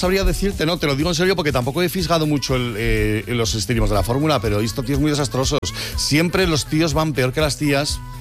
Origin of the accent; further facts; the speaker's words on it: Madrid, Community of Madrid, Spain; yo soy madrileño, pero soy de madre aragonesa.